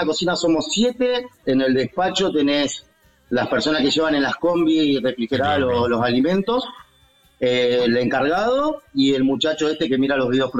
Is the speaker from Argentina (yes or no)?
yes; Cipolletti, Río Negro, Argentina; moved away as an adult; now in Neuquén, Argentina; Yo soy de Cipolletti, acá al lado, de la ciudad al lado, pero bueno, vivo acá hace 15 años.